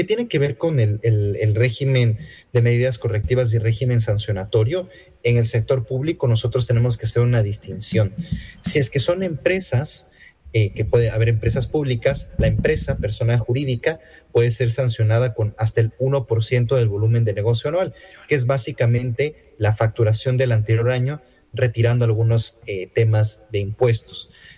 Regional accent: Ecuador; now in Brazil; yo no vivo en el Ecuador, y aunque yo soy ecuatoriano, trabajo con empresas ecuatorianas, yo vivo en Brasil

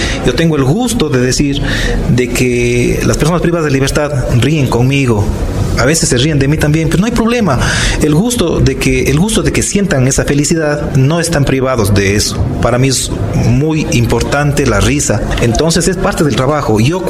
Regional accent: Cuenca, Azuay, Ecuador; a mi Cuenca del alma, a mi tierra santa.

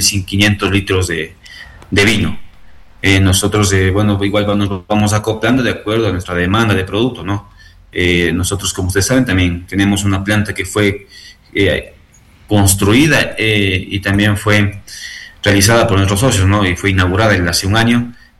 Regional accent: Cotopaxi, Ecuador; Somos de Sitges, somos de Quinticusí. Somos de Cotopaxi

